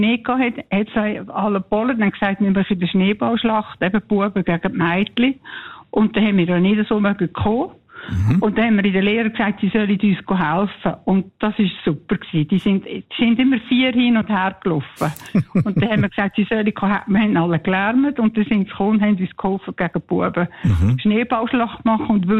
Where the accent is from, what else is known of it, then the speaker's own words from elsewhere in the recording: Lucerne, Switzerland; Ja, ich bin in Luzern aufgewachsen